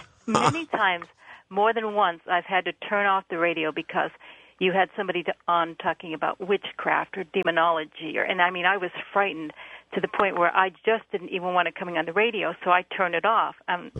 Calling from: Orange, California, United States; I'm calling from Orange, California.

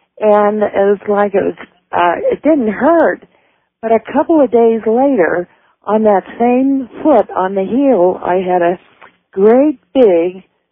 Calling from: Fresno, California, United States; I'm listening on KFRE in Fresno.

